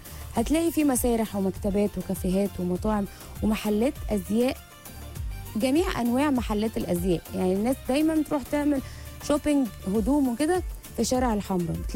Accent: Egypt; لينا كمصريين

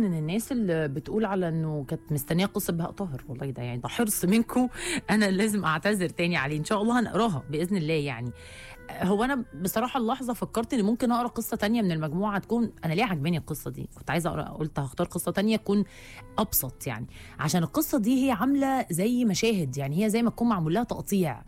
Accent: Egypt; عندنا في مصر

